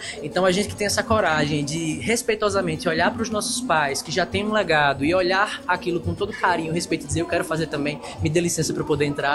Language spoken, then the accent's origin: Portuguese; Aracaju, Sergipe, Brazil; now in São Paulo, Brazil; A saída para São Paulo, de fato, me transformou enquanto nordestino, porque me fez ainda entender melhor, né? Me entender ainda mais como nordestino, como aracajuano, como sergipano.